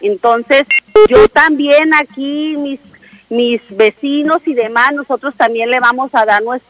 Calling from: Tijuana, Baja California, Mexico; de aquí, de Baja California, y pues obviamente de Tijuana, porque nosotros somos tijuanenses.

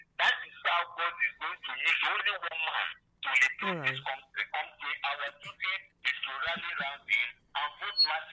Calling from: Enugu State, Nigeria; I'm calling from Abanikenugu.

